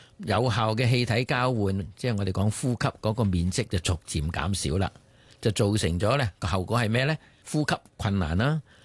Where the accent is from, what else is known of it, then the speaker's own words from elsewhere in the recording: Guangdong, China; 我哋廣東人咧叫舌頭做脷噶嘛，